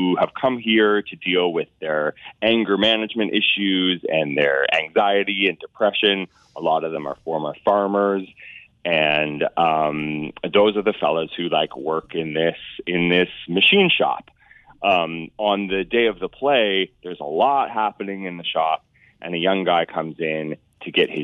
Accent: Glencoe, Ontario, Canada; because I grew up just down the road. I grew up outside of Glencoe, Ontario. So I would come here.

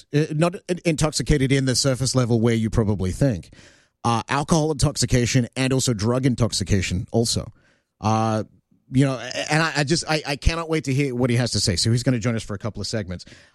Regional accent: Australia; Everyone likes to, because they hear my accent, and they're like, oh, you're from Australia?

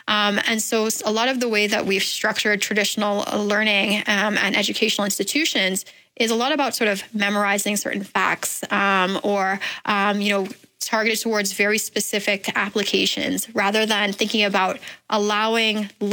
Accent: Bahamas; Born and raised in the Bahamas.

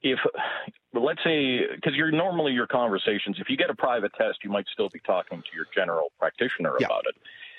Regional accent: Alberta, Canada; moved away as an adult; also born or lived in Newfoundland; I grew up in Alberta, but we were living in Newfoundland at the time.

